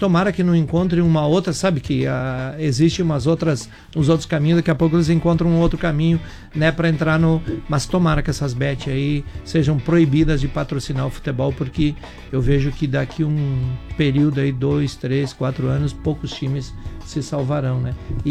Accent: Brazil; Mas a gente é brasileiro e nós não desistimos nunca, né?

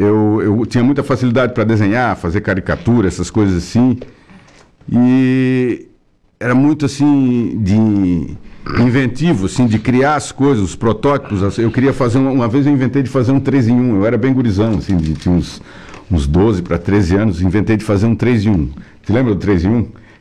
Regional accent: Araranguá, Santa Catarina, Brazil; moved away as an adult; also born or lived in Florianópolis / Porto Alegre; Eu estou aqui nessa cidade, nasci aqui, sou araranguaense da Gema. Conheço muita gente aqui em Araranguá. E depois eu saí de Araranguá, fui morar em Florianópolis, depois fui morar em Porto Alegre. Morei 10 anos em Porto Alegre.

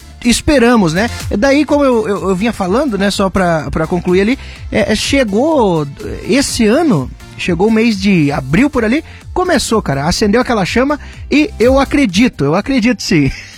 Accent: Brazil; nós que somos brasileiros

